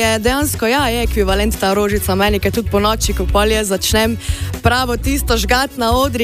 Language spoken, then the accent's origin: Slovenian; Styria, Slovenia; jaz sem sicer Štajerka, bolj z pohorskih koncov